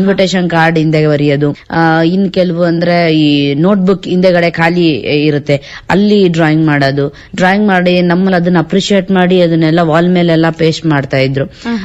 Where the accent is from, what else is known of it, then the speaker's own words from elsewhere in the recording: Hiriyur, Karnataka, India; now in Bengaluru, India; ನಾನು ಹಿರಿಯೂರವಳು, ಹಿರಿಯೂರು ತಾಲೂಕು, ಚಿತ್ರದುರ್ಗ ಡಿಸ್ಟಿಕ್.